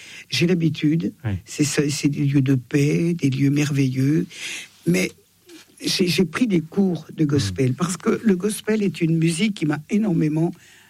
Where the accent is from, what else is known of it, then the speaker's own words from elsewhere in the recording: Auvergne-Rhône-Alpes, France; Je suis plus savoyarde que française, d'ailleurs.